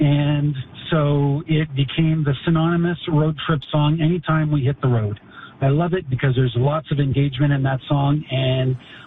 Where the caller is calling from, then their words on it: Calgary, Alberta, Canada; I'm calling from Calgary.